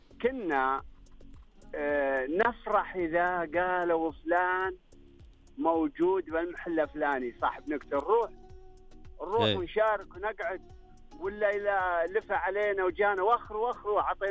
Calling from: Unaizah, Al-Qassim, Saudi Arabia; من عنيزة.

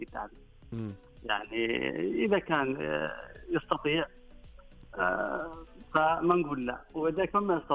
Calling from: Al-Qassim, Saudi Arabia; من القصيم مرة.

